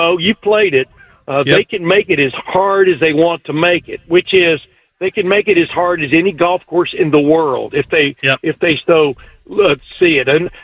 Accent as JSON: {"language": "English", "region": "Alabama", "country": "United States", "tie": "born or raised there", "said": "when I was growing up in Alabama"}